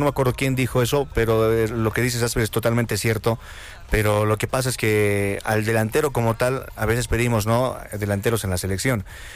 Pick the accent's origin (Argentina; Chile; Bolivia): Bolivia